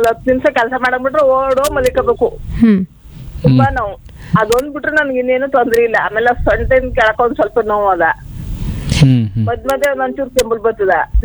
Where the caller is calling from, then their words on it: Mysuru, Karnataka, India; ಮೈಸೂರಿಂದ.